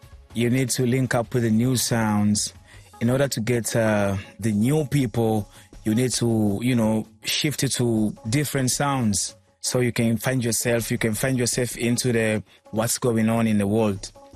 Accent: Arusha, Tanzania; It was a group with 4 members back in Arusha. I was born and raised in Arusha. Yeah. So we came from Arusha, and then later on, we had to go to Dar because Dar is where everything is.

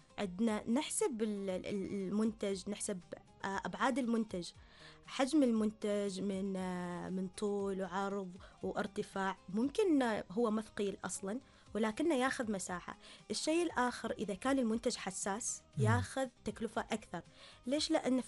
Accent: Oman; عندنا إحنا مثلا في دولتنا عندنا في عمان

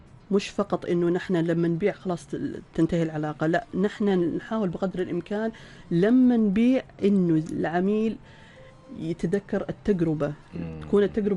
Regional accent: Salalah, Dhofar, Oman; عندنا في صلالة

